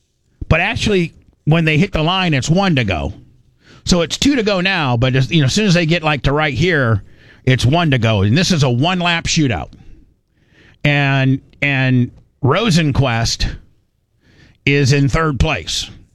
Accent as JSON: {"language": "English", "region": "Indiana", "country": "United States", "tie": "born or raised there", "said": "Growing up in Indiana, my dad took me to like five or six of the races"}